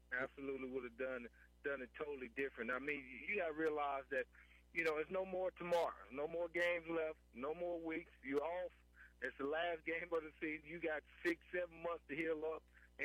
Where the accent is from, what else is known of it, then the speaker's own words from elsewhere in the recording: Lawton, Oklahoma, United States; I grew up, again, in Lawton, Oklahoma.